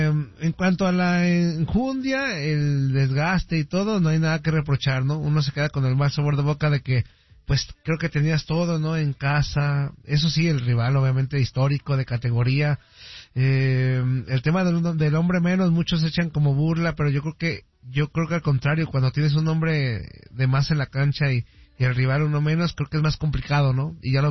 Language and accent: Spanish; Mexico; Pero sí, yo como aficionado, no te lo digo como mexicano, te lo digo como aficionado, quedé satisfecho